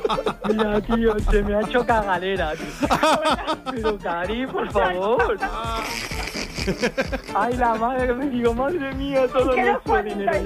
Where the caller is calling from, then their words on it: Arroyomolinos, Community of Madrid, Spain; yo soy de Arroyomolinos.